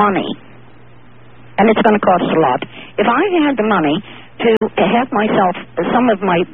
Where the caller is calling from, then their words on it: Meadville, Pennsylvania, United States; I'm calling from Meadville, Pennsylvania.